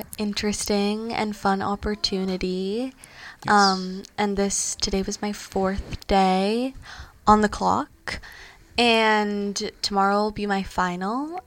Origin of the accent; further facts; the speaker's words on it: Los Angeles, California, United States; now in Louisville, United States; Born and raised Northeast LA.